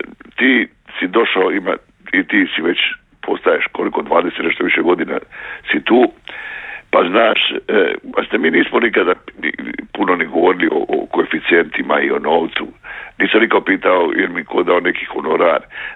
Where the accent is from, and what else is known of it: Croatia